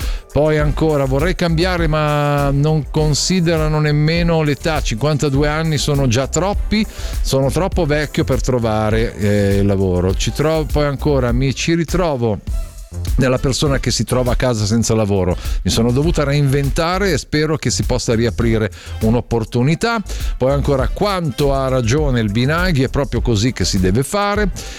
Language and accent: Italian; Switzerland; sono svizzera, mi hanno licenziata a 53 anni dopo 20 di lavoro e dopo il Covid.